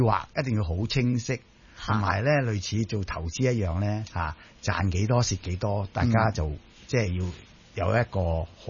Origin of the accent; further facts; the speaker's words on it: Chaozhou, Guangdong, China; 你知道我本身系潮州人嚟嘅，咁、咧就好勤力一样嘢咧，就系、除咗勤力之外咧，就都好节俭嘅